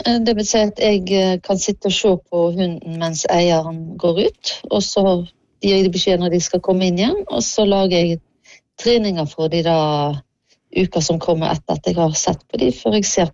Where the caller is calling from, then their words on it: Tysnes, Vestland, Norway; Nei, jeg kommer fra Sunnhordland på Vestlandet, Tysnes.